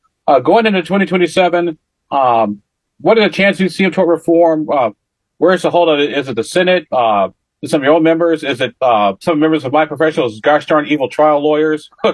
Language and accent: English; Illinois, United States; competition from Illinois, my home state